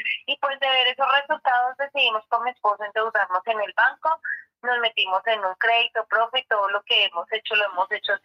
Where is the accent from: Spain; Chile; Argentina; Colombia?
Colombia; Bogotá; now in Tenjo, Colombia; Sí, señor, paciente, soy de Bogotá.